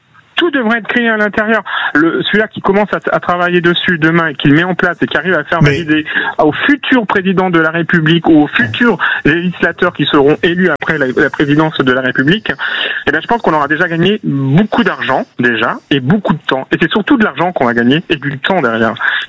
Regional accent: France; nous, en tant que Français

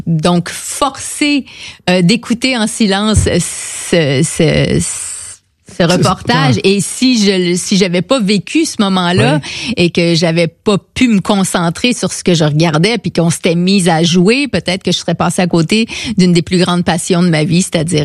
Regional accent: Quebec, Canada; Tu vois, comme tout est dans tout, comme on dit chez nous au Québec.

